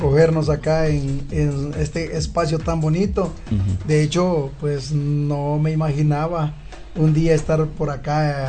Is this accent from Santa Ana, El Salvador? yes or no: no; Ciudad Arce, La Libertad, El Salvador; born there; Yo soy de Ciudad Arce.